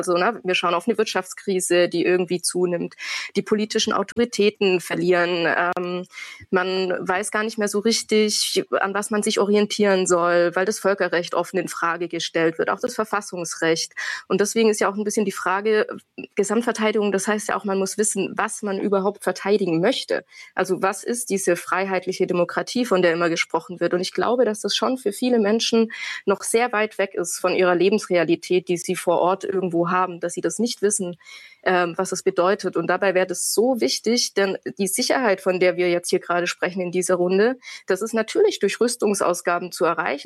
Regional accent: Baden-Württemberg, Germany; ich gehe nächste Woche wieder in den Schwarzwald, in meine Heimat.

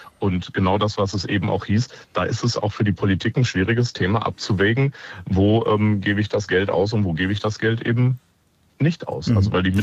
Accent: Langenberg, North Rhine-Westphalia, Germany; ich bin in Langenberg aufgewachsen. Ich bin da geboren, groß geworden und habe selber in dem Schwimmbad schwimmen gelernt.

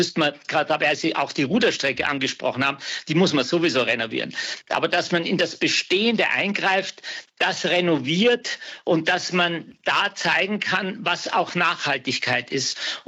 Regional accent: Munich, Bavaria, Germany; Aber natürlich bin ich Bayer, natürlich bin ich Münchner

